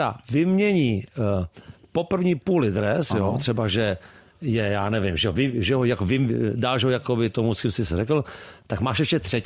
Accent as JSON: {"language": "Czech", "region": "Prague", "country": "Czechia", "tie": "born or raised there", "said": "A narodil jsem se na bojišti Praha 2, celý život jsem jako v Praze."}